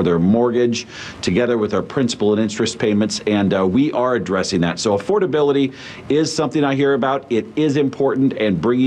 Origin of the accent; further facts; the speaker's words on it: Norfolk, Nebraska, United States; I talked to the folks that run the steel mill in my hometown of Norfolk, Nebraska yesterday.